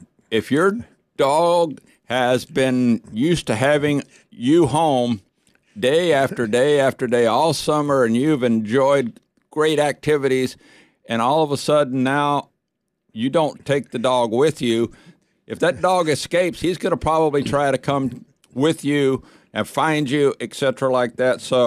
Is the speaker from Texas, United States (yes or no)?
yes; Houston, Texas, United States; now in Haines, United States; I came from the Houston area and I moved to Haines, so there's a slight population difference between Houston and Haines.